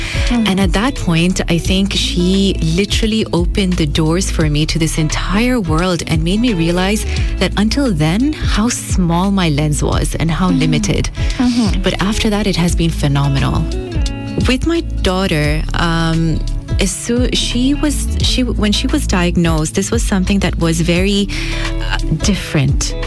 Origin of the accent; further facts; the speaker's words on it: Pakistan; also born or lived in Gulf; So I call myself a Gulf girl. I'm originally Pakistani. I'm born and raised in the Gulf. So this is where my heart has been since forever.